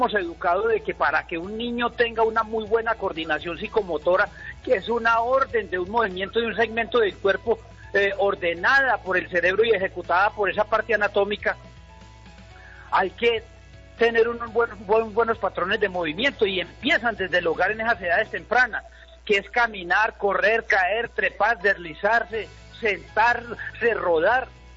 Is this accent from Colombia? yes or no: yes; Cartago, Valle del Cauca, Colombia; yo soy un gomoso de Cartago